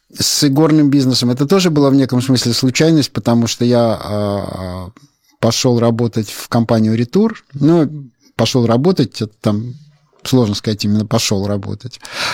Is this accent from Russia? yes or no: yes; Saint Petersburg, Russia; я как питерский человек, мне, в принципе, нравится рюмочная.